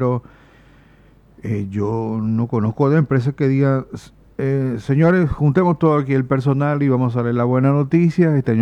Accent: Paraguay; como nación, como paraguaya

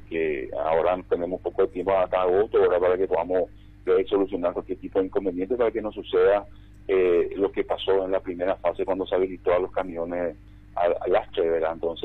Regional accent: Paraguay; Nosotros como paraguayos tenemos que ser ejemplo

